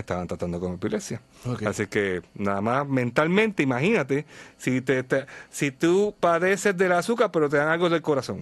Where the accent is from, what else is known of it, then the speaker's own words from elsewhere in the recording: Bayamón, Puerto Rico; Me crié en Bayamón, en Bayo Río Plantation